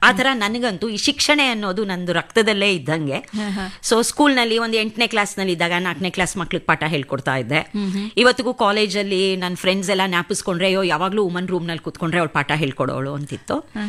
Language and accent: Kannada; Karnataka, India; moved away as an adult; also born or lived in Visakhapatnam; ನಾನು ಕನ್ನಡದವಳು